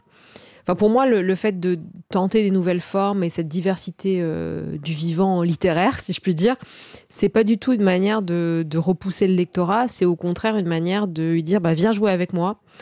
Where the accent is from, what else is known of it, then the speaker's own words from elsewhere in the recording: Corsica, France; Puisque moi, je suis donc originaire de Corse et de moyenne montagne, de Castagniccia.